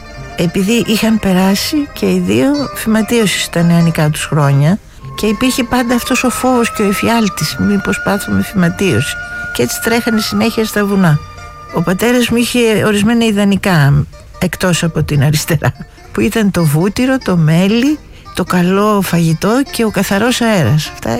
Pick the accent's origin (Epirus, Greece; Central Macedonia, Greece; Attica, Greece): Attica, Greece; Athens; Αλλά γεννήθηκα στην Αθήνα και περπάτησα πάρα πολύ και ως μικρό παιδί με τον πατέρα μου στο κέντρο.